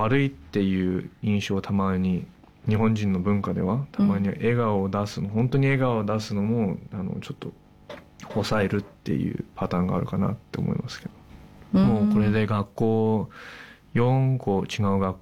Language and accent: Japanese; Australia; ああこの先生は日本人でオーストラリアで生まれ育ったからって